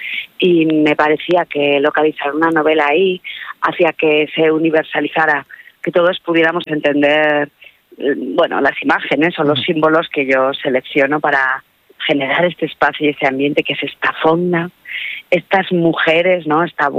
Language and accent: Spanish; Huesca, Aragon, Spain; Mi familia tenía una fonda en medio del monte, yo vengo de Wisconsin, de Huesca, y hablo de mi tierra, de los ríos, de las cerezas que comí, de los cielos que vi en el verano